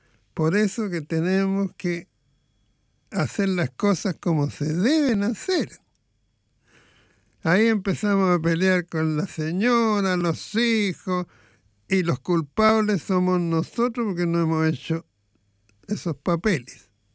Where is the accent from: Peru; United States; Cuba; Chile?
Cuba; Soy cubano. Vivo en Cuba. Tengo apagones diarios y carencia de todo tipo.